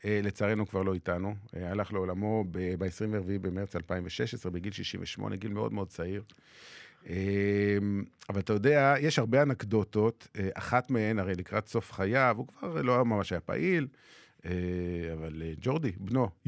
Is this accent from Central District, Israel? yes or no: no; Beersheba, Southern District, Israel; כשהייתי ילד בבאר שבע